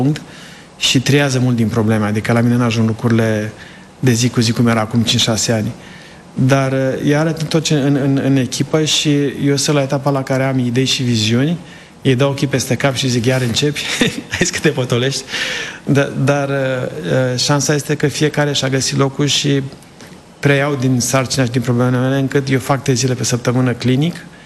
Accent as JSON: {"language": "Romanian", "region": "Sibiu County", "country": "Romania", "lives_now": "United States", "said": "Sunt de lângă Sibiu. Am stat lângă Copșa Mică"}